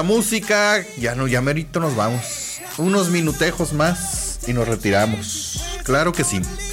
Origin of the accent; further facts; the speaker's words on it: Mexico; Pero que soy mexicano, vamos con México el día de hoy.